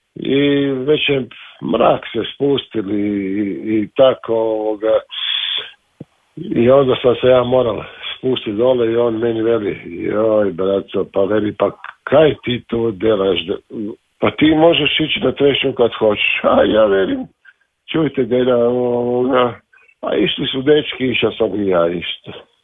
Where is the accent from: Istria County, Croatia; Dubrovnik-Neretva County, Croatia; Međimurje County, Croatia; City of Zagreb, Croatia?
City of Zagreb, Croatia; Zagreb; Ja sam rođen u Trnju, u Sprečkoj 11